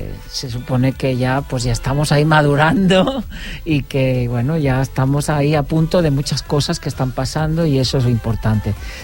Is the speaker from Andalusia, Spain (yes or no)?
no; Sant Boi de Llobregat, Catalonia, Spain; somos de aquí